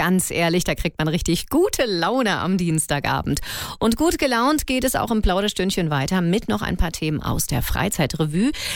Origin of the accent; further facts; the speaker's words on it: Berlin, Germany; accent: Berliner Dialekt; Ich mit meinem Berliner Dialekt.